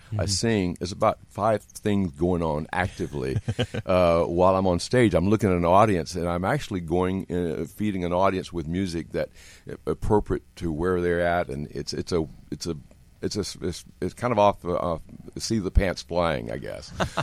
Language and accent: English; Tennessee, United States; now in Denver, United States; Growing up in Tennessee on a farm near an airport